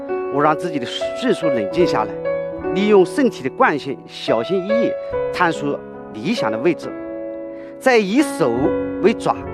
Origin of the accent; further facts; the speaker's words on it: Wuwei, Anhui, China; 因为我的老家是在无为，它是鱼米之乡。